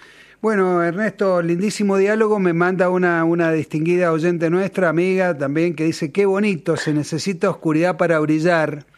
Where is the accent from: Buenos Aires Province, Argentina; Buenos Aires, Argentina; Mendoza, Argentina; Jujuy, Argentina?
Mendoza, Argentina; somos un pueblo andinos, los guayaquileños y los mendocos.